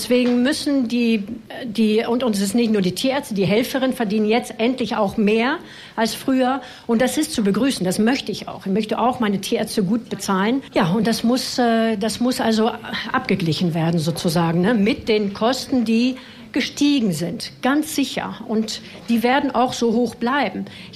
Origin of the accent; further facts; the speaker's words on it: France; Aber das Gehalt, ich bin Französin